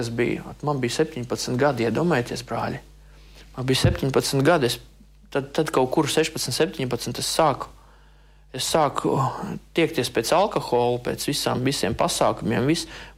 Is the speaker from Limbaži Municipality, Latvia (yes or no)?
yes; Ainaži, Limbaži Municipality, Latvia; Ainežos, es esmu no Ainežiem. Ainežos viņa nāca klāt un stāstīja mums evaņģēliju.